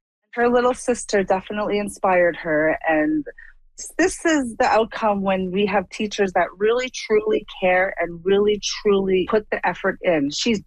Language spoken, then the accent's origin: English; Fort Resolution, Northwest Territories, Canada; I'm from Fort Resolution.